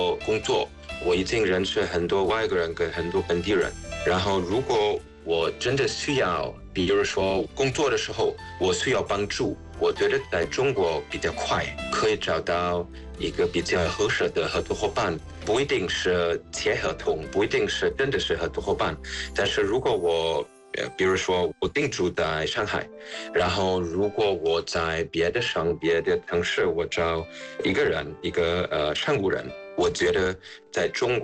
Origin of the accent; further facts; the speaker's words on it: Germany; Chinese is a second language; moved away as an adult; now in Shanghai, China; 中国人觉得我们德国人最重要是尊师，